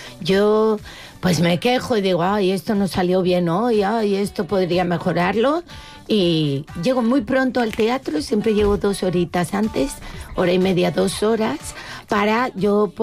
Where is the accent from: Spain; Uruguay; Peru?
Spain; Canary Islands; yo soy canaria.